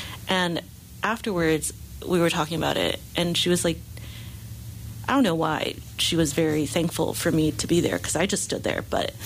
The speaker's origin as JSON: {"language": "English", "region": "New Mexico", "country": "United States", "tie": "born or raised there", "said": "I think growing up in New Mexico as an Asian person was challenging"}